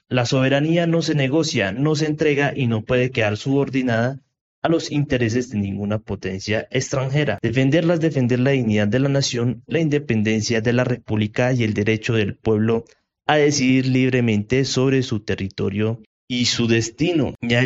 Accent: Colombia; la tragedia del terremoto en mi país

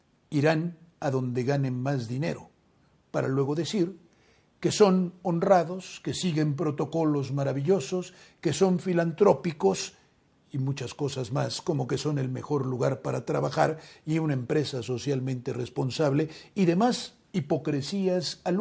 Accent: Mexico; como los mexicanos somos muy buenos anfitriones

